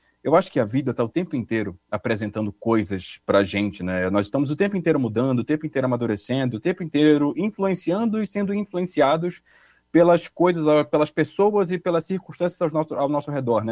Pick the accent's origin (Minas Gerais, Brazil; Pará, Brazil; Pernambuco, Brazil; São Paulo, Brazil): Pará, Brazil; Belém; moved away as an adult; now in Rio de Janeiro, Brazil; eu sou um ator do Norte, né? Originalmente sou de Belém do Pará.